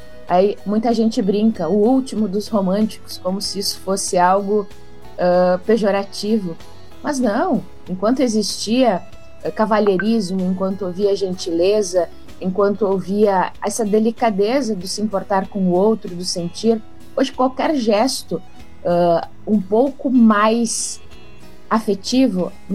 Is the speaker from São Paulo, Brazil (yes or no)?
no; Rio Grande do Sul, Brazil; accent: gaúcho; a gente aqui com o nosso sotaque bem gaúcho